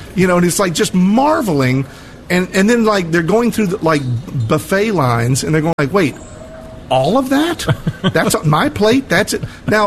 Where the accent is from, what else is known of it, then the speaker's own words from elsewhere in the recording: United States; In saying that I'm an American, and I appreciate everyone who did that.